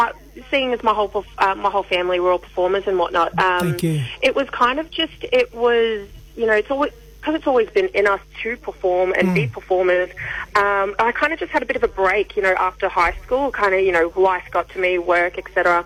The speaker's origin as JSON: {"language": "English", "country": "New Zealand", "moved": "yes", "lives_now": "Australia", "said": "My story started when I moved over to Australia from New Zealand back in 2000."}